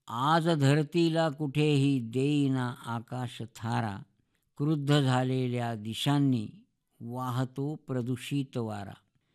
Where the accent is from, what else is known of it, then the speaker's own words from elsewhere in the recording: Narsi, Maharashtra, India; माझा गाव नरसी नामदेव.